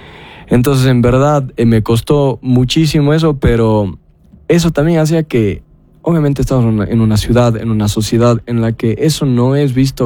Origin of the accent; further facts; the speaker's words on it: Cuenca, Azuay, Ecuador; accent: cantadito cuencano; now in Miami, United States; te puedo hablar desde la perspectiva de los cuencanos, porque yo soy cuencano.